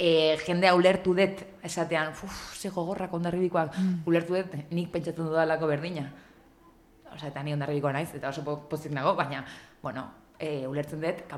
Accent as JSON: {"language": "Basque", "town": "Hondarribia", "region": "Basque Country", "country": "Spain", "said": "Baina gero, ondo pentsatzen nik Hondarribikoa naiz, eta Hondarribin bizi nahi dut"}